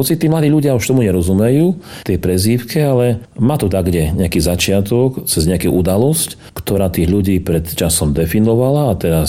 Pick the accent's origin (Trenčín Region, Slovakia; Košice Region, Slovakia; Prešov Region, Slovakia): Prešov Region, Slovakia; accent: Šariš dialect; aj ja mám také obľúbené nárečové slova šariské.